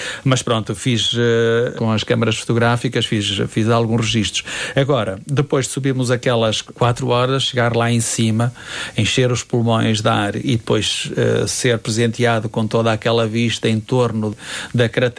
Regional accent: Norte, Portugal; Eu sou duriense, não é? Sou transmontano duriense

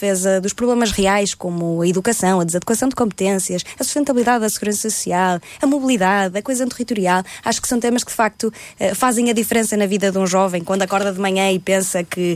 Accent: Alfândega da Fé, Bragança, Portugal; eu vindo eu de um distrito do interior, de um concelho muito pequenino, de Bragança, eu venho da Alfândega da Fé, do distrito de Bragança

